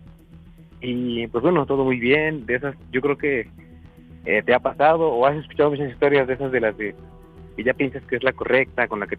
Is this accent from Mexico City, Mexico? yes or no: yes; Mexico City, Mexico; born or raised there; now in Veracruz, Mexico